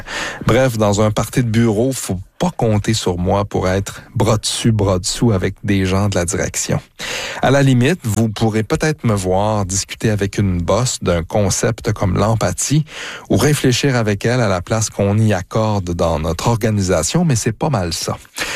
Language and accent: French; Drummondville, Quebec, Canada; Faut dire que j'ai grandi dans le Québec des années 80